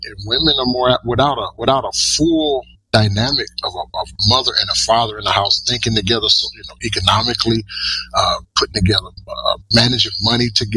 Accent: Georgia, United States; I grew up in Georgia. I'm in the North Coast now, but I grew up in Georgia. Extremely poor, from a poor family, poor background

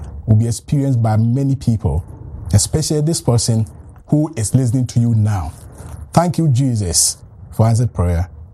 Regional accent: Ghana; first language Asante Twi; English is a second language; And I'm a native of Ghana in West Africa. My mother tongue is Asante Twi.

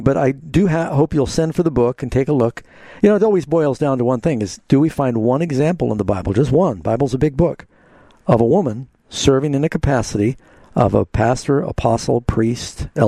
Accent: United States; my whole country turns to Christ and I don't, being an American is not going to save me.

